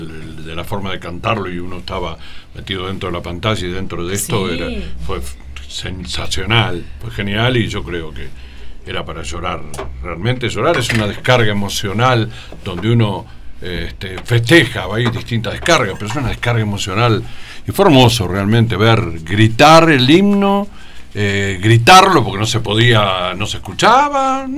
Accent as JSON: {"language": "Spanish", "country": "Argentina", "said": "somos argentinos"}